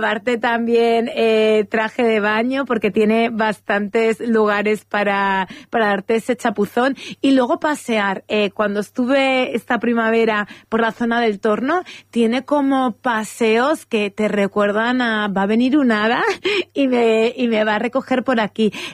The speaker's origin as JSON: {"language": "Spanish", "town": "Manzanares", "region": "Castilla-La Mancha", "country": "Spain", "tie": "born there", "lives_now": "Ciudad Real, Spain", "said": "yo como nací en Manzanares me conocía más esa zona."}